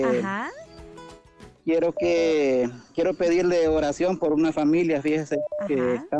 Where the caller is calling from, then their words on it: Cofradía, Cortés, Honduras; aquí le hablo de Sol y Cofradía.